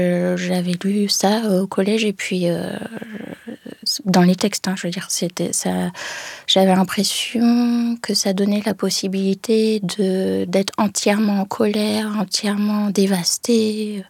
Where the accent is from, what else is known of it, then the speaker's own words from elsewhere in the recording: France; ma mère nous lisait beaucoup de livres, elle voulait absolument qu'on parle anglais, donc vu qu'on était en France, de garder ce rapport à la langue maternelle.